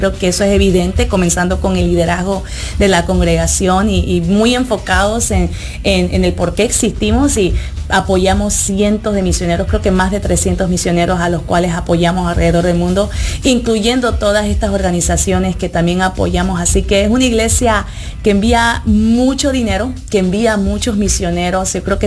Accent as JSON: {"language": "Spanish", "region": "Georgia", "country": "United States", "tie": "born or raised there", "moved": "as an adult", "lives_now": "Maryland, United States", "said": "yo crecí en Georgia, el sur, you know, y ahí hay bastantes latinos."}